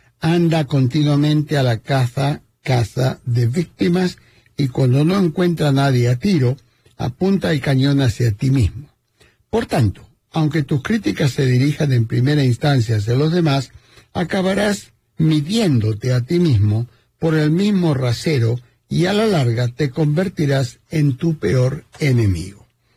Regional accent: Argentina; now in Canada; como argentino me gusta comer carne

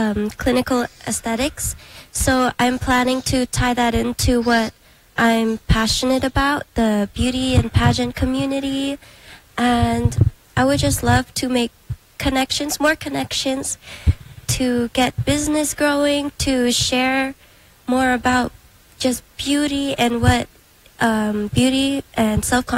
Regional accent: Calgary, Alberta, Canada; I was born and raised here in Calgary, but I was I'm Filipino, proudly Filipino, Canadian

